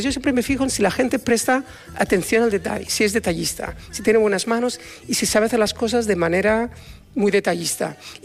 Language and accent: Spanish; Spain; now in United States; Hay un italiano, dos chinos, yo soy español, uno turco.